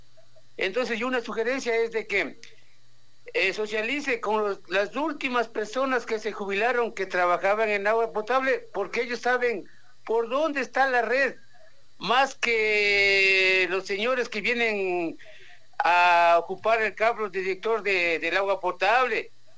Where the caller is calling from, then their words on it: Latacunga, Cotopaxi, Ecuador; de San Felipe